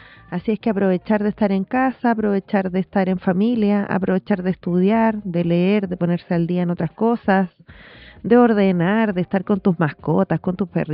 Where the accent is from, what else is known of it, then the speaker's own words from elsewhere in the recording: Elqui Valley, Coquimbo, Chile; soy del Valle de Elqui